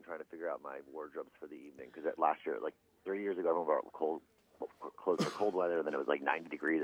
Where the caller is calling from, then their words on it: Marin, California, United States; I'm calling in from Marin, California right now.